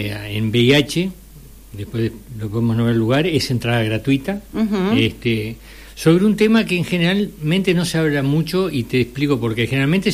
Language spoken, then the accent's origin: Spanish; Switzerland; moved away; Yo soy de Suiza